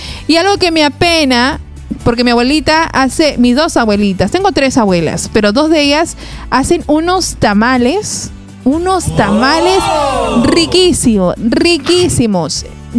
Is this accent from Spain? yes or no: no; Peru; Por algo el Señor nos hizo peruanos